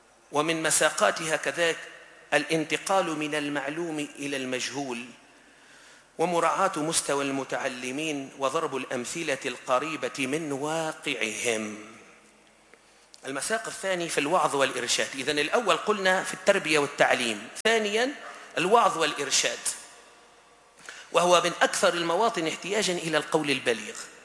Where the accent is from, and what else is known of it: Tunisia